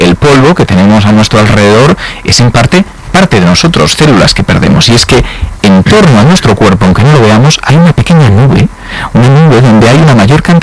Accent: Galicia, Spain; Yo es que soy gallego, ¿eh?

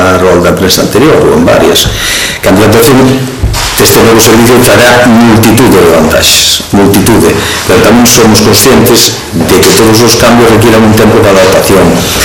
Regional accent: Santiago de Compostela, Galicia, Spain; born there; Además, nací en Compostela

